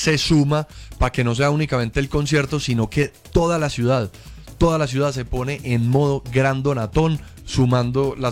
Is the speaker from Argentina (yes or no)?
no; Medellín, Antioquia, Colombia; nosotros, como paisas, como medellinenses, como antioqueños